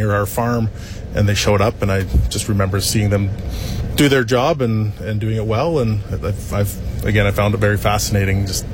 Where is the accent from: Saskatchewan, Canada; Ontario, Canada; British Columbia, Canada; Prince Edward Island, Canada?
Saskatchewan, Canada; Paddockwood; I grew up in Paddockwood, Saskatchewan, so just north of PA.